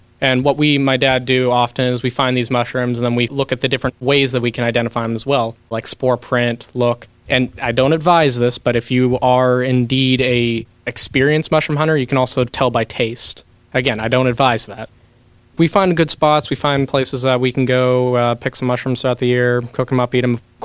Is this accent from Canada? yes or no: no; Natrona Heights, Pennsylvania, United States; I'm 18 years old, and I'm from Natrona Heights. I'm the oldest of seven kids, six boys, one girl.